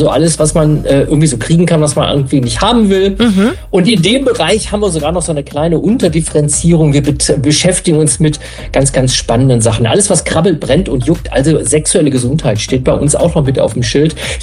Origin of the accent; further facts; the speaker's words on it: Mülheim an der Ruhr, North Rhine-Westphalia, Germany; Wenn ich jetzt sage, wo ich herkomme, weiß wieder keiner, was das ist. Ich komme aus Mülheim an der Ruhr